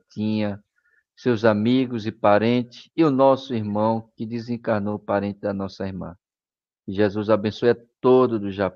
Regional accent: Recife, Pernambuco, Brazil; sou de Recife, Pernambuco, Brasil.

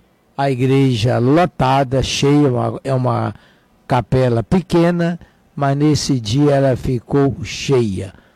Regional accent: Brazil; nós somos brasileiros

